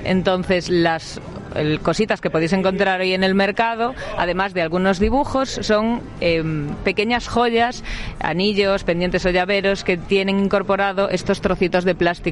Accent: A Coruña, Galicia, Spain; now in Lugo, Spain; Pues soy de Coruña, aunque ahora mismo vivo en Lugo.

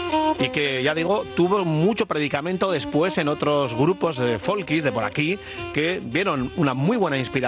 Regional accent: Basque Country, Spain; sobre todo cuando éramos chavales en Euskal Herri

